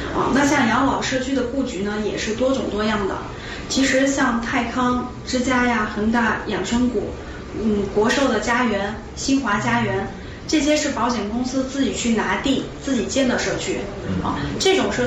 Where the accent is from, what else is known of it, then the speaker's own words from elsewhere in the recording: Beijing, China; 咱们北京人